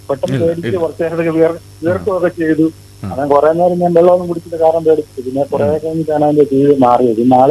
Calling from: Malayankara, Kerala, India

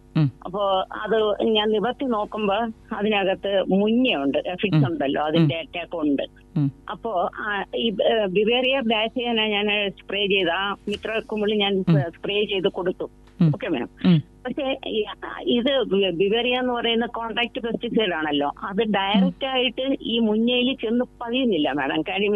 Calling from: Ulloor, Kerala, India; ഉള്ളൂരിൽ നിന്നാണ് സംസാരിക്കുന്നത്.

